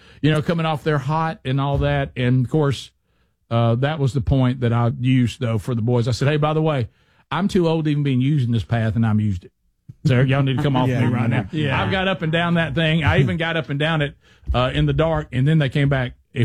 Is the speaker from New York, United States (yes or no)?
no; Alabama, United States; we're from Alabama.